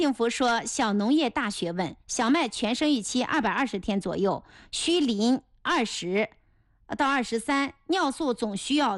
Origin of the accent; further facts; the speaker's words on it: Anhui, China; 这个在我是在皖北长大的